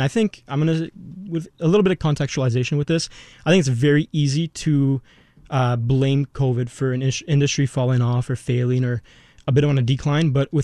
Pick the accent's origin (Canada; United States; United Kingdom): Canada; Montreal, Quebec; Yeah, so I was born here in Canada, in Montreal, in LaSalle. Grew up there